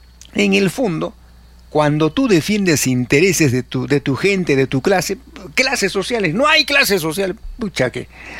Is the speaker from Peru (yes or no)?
yes; Peru; los millones de peruanos que somos